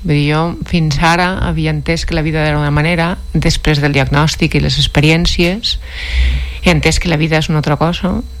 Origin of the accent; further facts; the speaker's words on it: Valencian Community, Spain; soc de València, d'un poble.